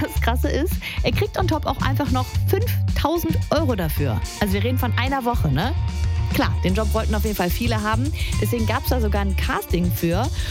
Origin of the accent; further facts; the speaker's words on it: North Rhine-Westphalia, Germany; Und ich persönlich muss sagen, ich komme aus dem Ruhrpott.